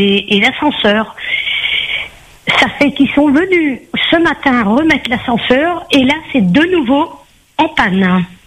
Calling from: Les Avirons, Réunion

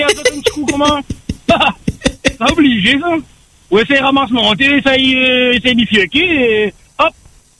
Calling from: Le Tampon, Réunion

